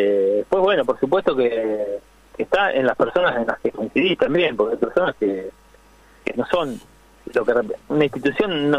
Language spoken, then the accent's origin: Spanish; General Belgrano, Buenos Aires Province, Argentina; Por ese tema invitan a Estudiantes a un amistoso, a General Belgrano, y nada, viste, los pibes, teníamos un re buen equipo en General Belgrano